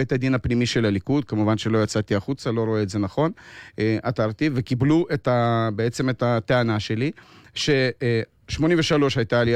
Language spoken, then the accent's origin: Hebrew; Haifa, Haifa District, Israel; כמובן את חיפה, אני חיפאי, אני גדלתי פה.